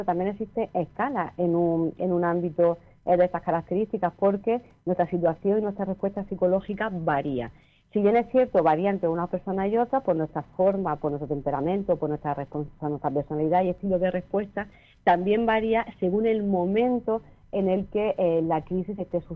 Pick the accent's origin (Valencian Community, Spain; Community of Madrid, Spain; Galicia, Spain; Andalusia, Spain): Andalusia, Spain; Vélez-Rubio; yo soy de Belerrubio, relativamente cerca.